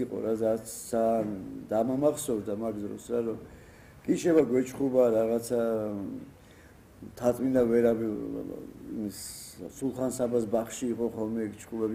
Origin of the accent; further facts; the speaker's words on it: Tbilisi, Georgia; born there; მე აქვე რა რუსთავის 54 ნომერში, აი ესეთივე მეორე სართულზე